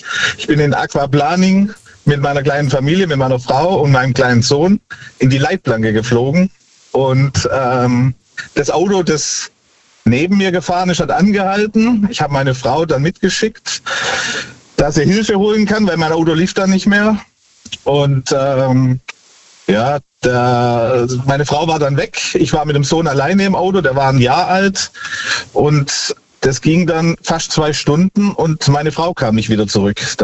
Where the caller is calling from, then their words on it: Baden-Württemberg, Germany; Ich komme aus Gnähren bei Tübingen.